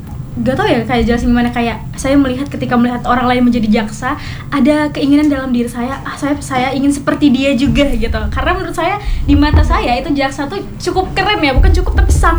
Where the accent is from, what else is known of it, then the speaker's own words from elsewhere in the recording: Ketapang, West Kalimantan, Indonesia; Saya sendiri asli dari Kabupaten Ketapang.